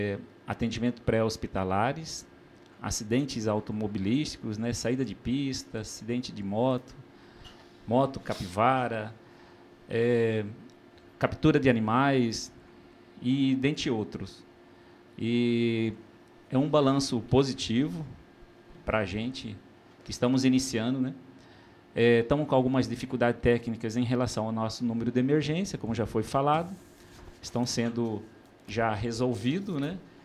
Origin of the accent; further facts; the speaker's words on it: Cáceres, Mato Grosso, Brazil; born there; Eu sou de Cáceres mesmo, da região